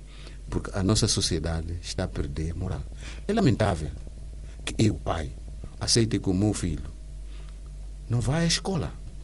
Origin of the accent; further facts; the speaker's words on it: Mozambique; Nós, como moçambicanos, estamos a perder moral.